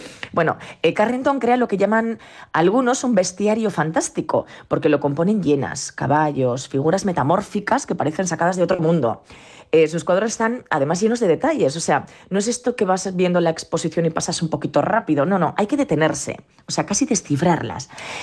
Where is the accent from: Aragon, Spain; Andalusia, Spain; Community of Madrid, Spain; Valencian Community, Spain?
Aragon, Spain; Calatayud; Entonces estoy en Calatayud, ya sabes que este es mi pueblo, y oye, hace un día bastante bueno.